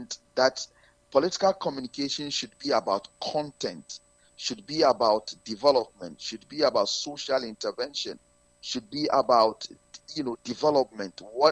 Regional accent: Ghana; As a Ghanaian, someone who is proud to say that I'm very well brought by my parents, like many other Ghanaians

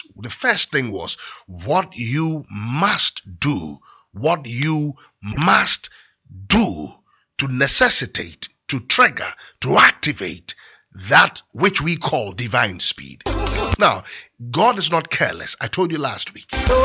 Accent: Accra, Greater Accra, Ghana; We're growing up in Abeka.

